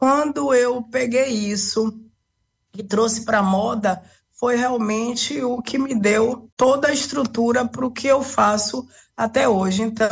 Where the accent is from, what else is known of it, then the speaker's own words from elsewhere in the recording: Madalena, Ceará, Brazil; Então, eu venho de Madalena, filha de Dona Estelita, que era costureira